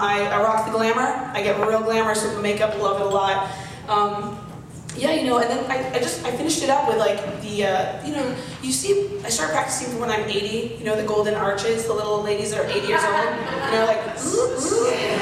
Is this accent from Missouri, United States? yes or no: no; Arizona, United States; I was raised in Arizona, and it was just like, I never dealt with allergies there.